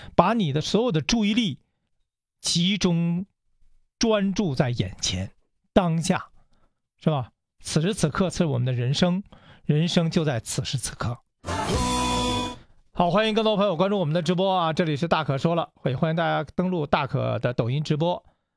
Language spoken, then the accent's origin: Chinese; China; 我们中国人连续2年拿到了最高荣誉